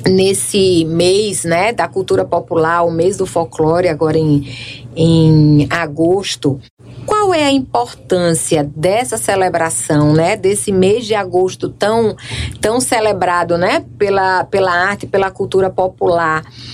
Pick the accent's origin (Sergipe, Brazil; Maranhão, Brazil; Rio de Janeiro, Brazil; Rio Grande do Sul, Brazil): Sergipe, Brazil; Minha terra, né? Sergipe.